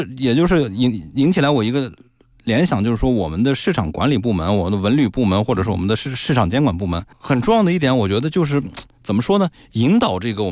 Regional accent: China; 我们中国人有句话叫做"来都来了"

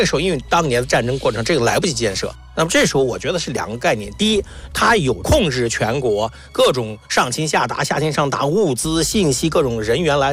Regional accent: Gansu, China; 实际上我因为我老家是甘肃的嘛，我们小时候从那个甘肃去陕西，你只要一过，你往宝鸡那边走，群山不断。

